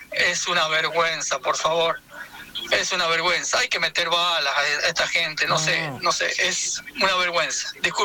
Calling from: Argentina; cosas que a mí me avergüenzan como argentino.

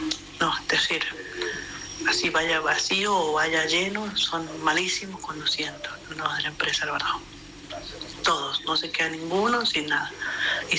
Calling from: Albardón, San Juan, Argentina; Yo viajo todos los días en la empresa de Albardón, vivo en Albardón.

